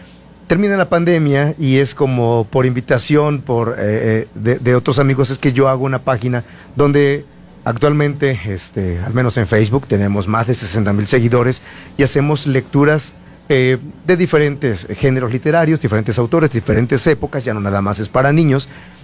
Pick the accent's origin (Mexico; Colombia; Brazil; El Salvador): Mexico; Misantla, Veracruz; soy docente, soy director de una escuela secundaria allá en mi tierra, soy de Misantla, Veracruz.